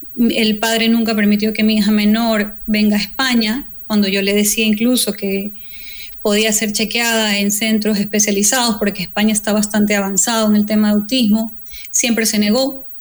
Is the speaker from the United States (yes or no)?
no; Ecuador; moved away as an adult; now in Spain; Yo soy una madre ecuatoriana